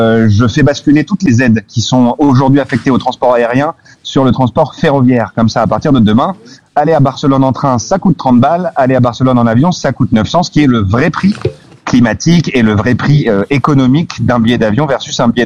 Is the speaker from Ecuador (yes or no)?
no; France; en tant que Français